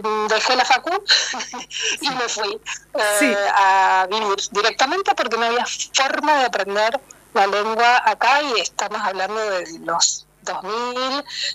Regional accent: Buenos Aires Province, Argentina; moved away as an adult; also born or lived in Sweden; now in Córdoba, Argentina; Yo llegué a Córdoba, soy de provincia de Buenos Aires, mi padre era noruego, mi madre argentina. Me vine a estudiar a Córdoba

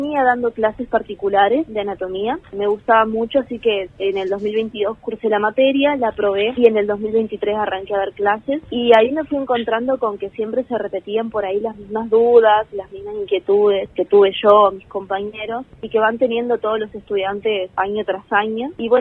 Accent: María Grande, Entre Ríos, Argentina; now in Villaguay, Argentina; Soy de María Grande y yo estoy en la curso en la UNER, está en Villaguay, vivo en Villaguay.

